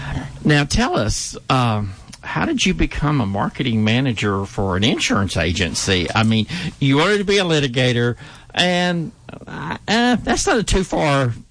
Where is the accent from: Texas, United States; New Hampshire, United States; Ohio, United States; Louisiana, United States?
Louisiana, United States; Shreveport; Well, I was born and raised here, so we like having our people move in.